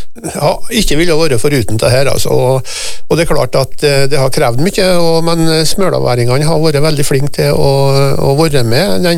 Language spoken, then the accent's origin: Norwegian; Møre og Romsdal, Norway; vi er med på det, alle på Nordmøre, så er det liksom et sånn håndfast bevis på at vi er nordmøre, vi er nordmøring alle sammen.